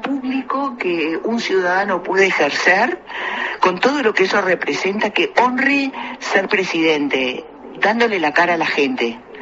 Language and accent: Spanish; Uruguay; Nosotros como uruguayos